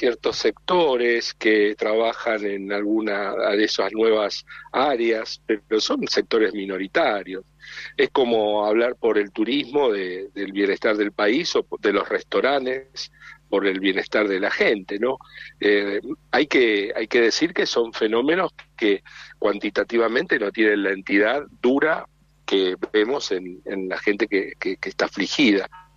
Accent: Argentina; now in Mendoza, Argentina; soy originario de Lamba, estoy en Mendoza, ¿no?

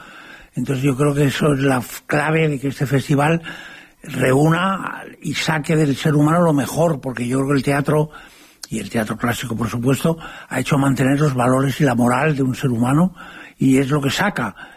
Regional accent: Castile, Spain; Yo soy castellano

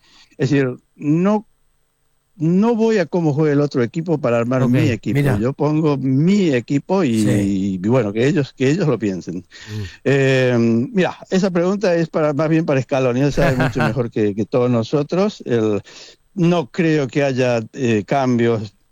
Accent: Argentina; now in London, United Kingdom; ese equipo somos nosotros, Argentina.

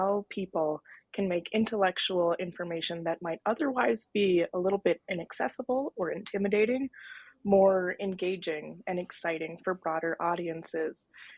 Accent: North Dakota, United States; moved away as an adult; also born or lived in New York; my home state of North Dakota, spent the last 8 years in New York

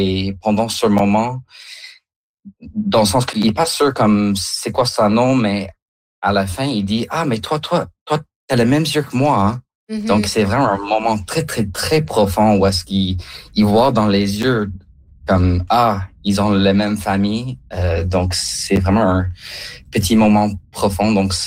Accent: Kingston, Ontario, Canada; French is a second language; now in Edmonton, Canada; Comme moi, quand j'ai grandi en Kingston, j'ai pas connu comme des gens français.

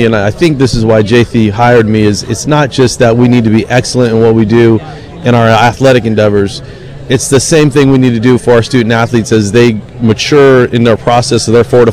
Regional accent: Pacific Northwest, United States; I grew up in the Pacific Northwest

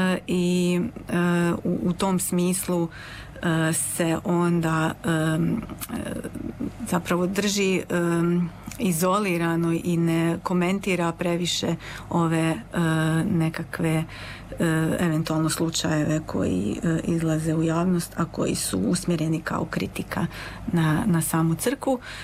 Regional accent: Croatia; Kod nas u Hrvatskoj

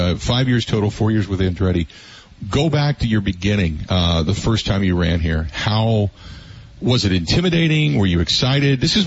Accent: Cincinnati, Ohio, United States; I grew up in Cincinnati in the Ohio River Basin.

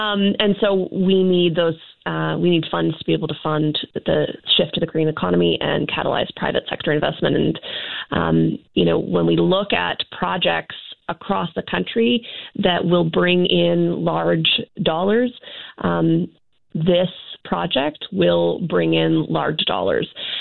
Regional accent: British Columbia, Canada; as British Columbians, a lot of us are looking forward to the jobs that this is going to generate.

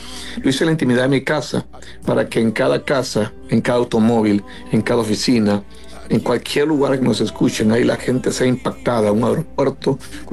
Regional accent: Honduras; accent: between Caribbean and Central American; moved away as an adult; now in Houston, United States; Bueno, soy originario de Honduras, pero vivo en Houston, Texas, hace 7 años.

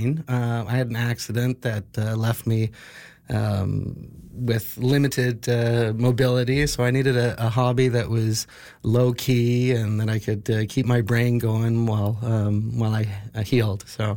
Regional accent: Canada; being a Canadian, I, you know, got into the early Canadian stamps

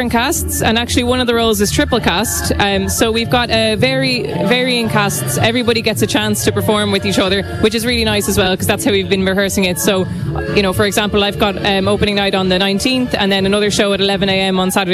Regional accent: Ireland; moved away as an adult; now in Switzerland; I get to be in my home country, only 2 hours down from where I grew up

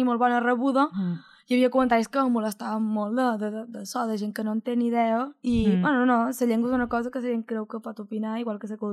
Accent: Ciutadella, Balearic Islands, Spain; accent: Menorcan; first language Catalan; si en Ciutadella som molt de Ciutadella, ja ho sabeu, som molt pesats, som molt xovinistes

